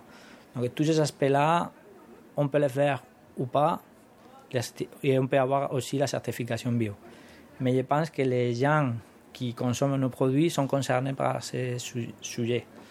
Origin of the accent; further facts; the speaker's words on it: Mula, Region of Murcia, Spain; Voilà, je suis de Mula, Murcia, en Espagne.